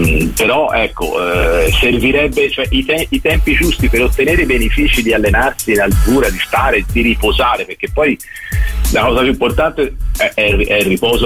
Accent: Florence, Tuscany, Italy; La piazza si sa tutti, sono fiorentino e tifo Fiorentina da sempre

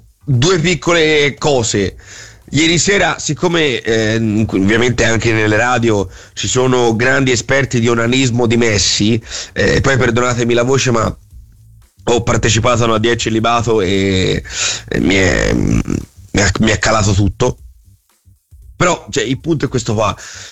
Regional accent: Morocco; io sono marocchino, ragazzi, io non vedo l'ora che in Marocco può giocare con la Francia

